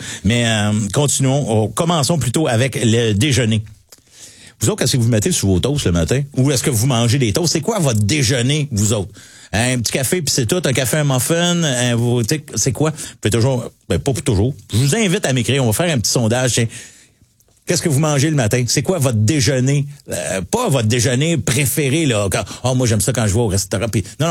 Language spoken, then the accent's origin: French; Mont-Saint-Hilaire, Quebec, Canada; Je viens de Mont-Saint-Hilaire. J'ai grandi, j'ai été à Mont-Saint-Hilaire une bonne partie de ma vie. Il est la capitale à peu près de la pomme au Québec.